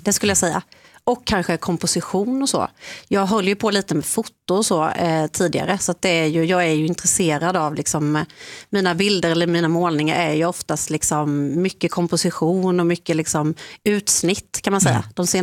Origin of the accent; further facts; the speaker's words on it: Småland, Sweden; Jag kommer ju från Småland, i liksom uppvuxen i en familj som hållit på mycket så med metallindustri